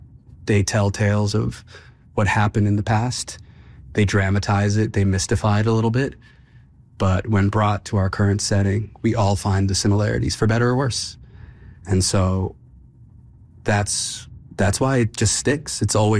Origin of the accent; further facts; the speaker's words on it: Toronto, Ontario, Canada; I grew up in Toronto.